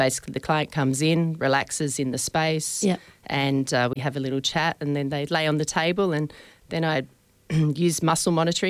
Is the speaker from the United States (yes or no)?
no; Australia; moved away as an adult; also born or lived in Amsterdam; now in Margaret River, Australia; So, I moved back to Australia. I was raised in Australia and spent some years in Europe. But yeah, been here 19 years